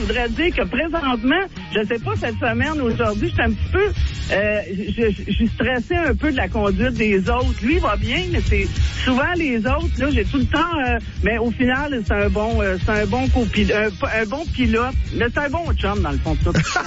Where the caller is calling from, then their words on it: Quebec, Canada; Nous, on vient de l'Estrie